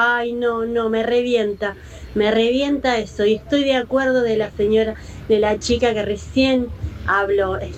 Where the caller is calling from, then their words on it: Rosario, Santa Fe, Argentina; de Rosario, provincia de Santa Fe.